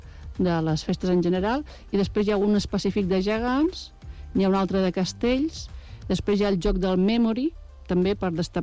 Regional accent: Badalona, Catalonia, Spain; soc de Badalona.

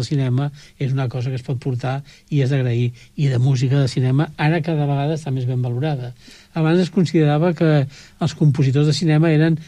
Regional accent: Barcelona, Catalonia, Spain; moved away as an adult; jo vaig marxar de Barcelona l'any 74, quan em vaig casar.

